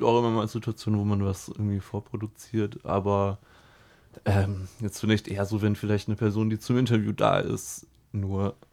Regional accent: Heidelberg, Baden-Württemberg, Germany; moved away; Ich komme so aus Heidelberg. Ich bin so dort und im Vorort ein bisschen so aufgewachsen.

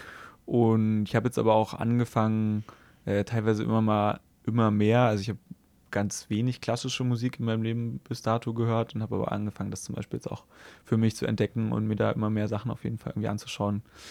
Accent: Halle, Saxony-Anhalt, Germany; Ich meine, ich komme aus Halle, wir waren früher öfter mal in Leipzig und kannten hier irgendwie ein paar Leute und so

